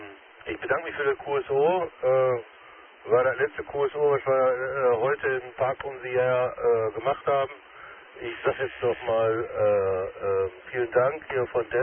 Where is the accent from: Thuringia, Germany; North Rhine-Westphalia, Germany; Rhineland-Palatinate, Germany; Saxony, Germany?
North Rhine-Westphalia, Germany; Schwerte; Ja, ich komme selber persönlich aus Schwerte, habe da keine Probleme mit.